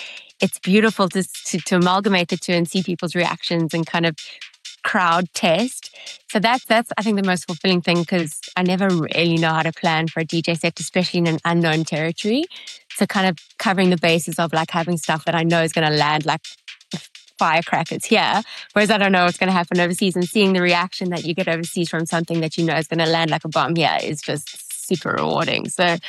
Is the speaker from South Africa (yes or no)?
yes; South Africa; being South African, I'm super proud.